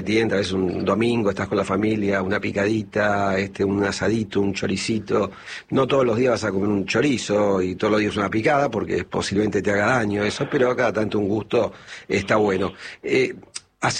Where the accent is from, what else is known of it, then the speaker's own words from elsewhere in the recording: Gaona, Buenos Aires Province, Argentina; Ahí soy de Gaona también.